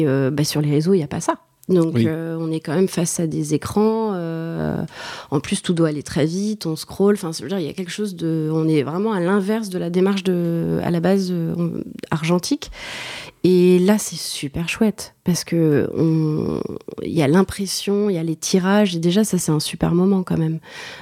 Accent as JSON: {"language": "French", "region": "Centre-Val de Loire", "country": "France", "moved": "yes", "said": "Je viens du Val-de-Loire"}